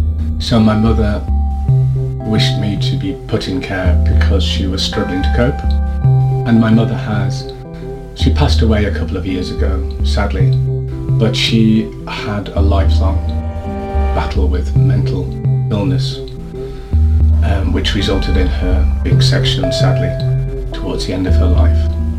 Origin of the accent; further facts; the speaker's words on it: Brighton, South East England, United Kingdom; born there; 7th of July, 1964. I was born in Brighton, and my mother was a Brighton woman, and my father was Jamaican.